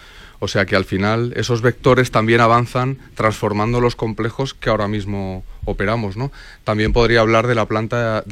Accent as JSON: {"language": "Spanish", "town": "Puertollano", "region": "Castilla-La Mancha", "country": "Spain", "said": "Sines en Portugal y Puerto Llano, que creo que es el que me he dejado, que es de donde yo vengo"}